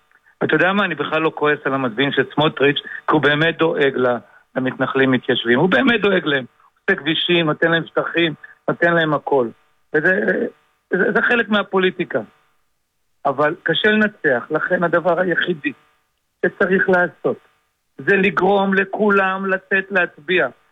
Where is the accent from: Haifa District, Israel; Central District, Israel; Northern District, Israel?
Haifa District, Israel; Hadera; גם אני גדלתי בגבעת אולגה.